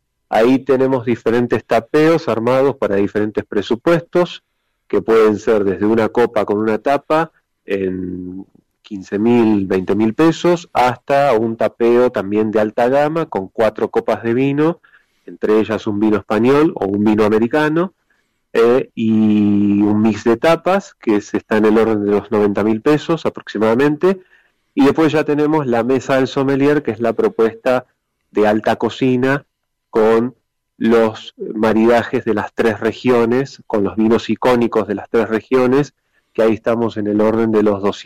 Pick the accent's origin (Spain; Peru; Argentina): Argentina; Buenos Aires; moved away as an adult; now in Mendoza, Argentina; yo soy de Buenos Aires y hace 4 años y medio que decidí venir a vivir a Mendoza